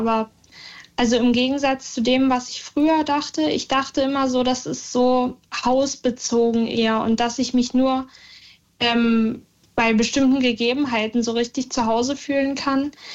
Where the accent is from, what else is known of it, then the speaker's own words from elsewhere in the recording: Saxony, Germany; Ich komme aus Kunobalde, das ist in Sachsen, ein kleines Dorf, genau.